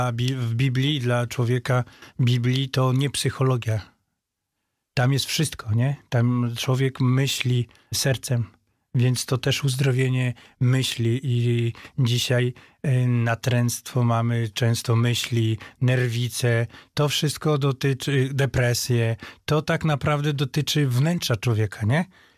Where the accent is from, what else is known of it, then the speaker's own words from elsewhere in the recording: Michałowo, Podlaskie Voivodeship, Poland; bo ja pochodzę z Michałowa.